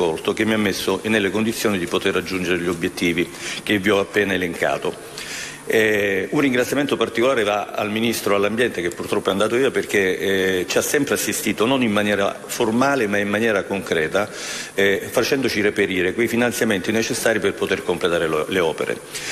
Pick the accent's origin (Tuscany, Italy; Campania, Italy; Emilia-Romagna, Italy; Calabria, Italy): Calabria, Italy; Io sono calabrese